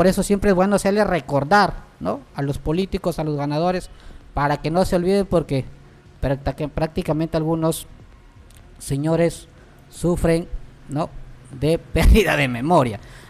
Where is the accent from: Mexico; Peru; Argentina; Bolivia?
Peru; Piura; somos todos los piuranos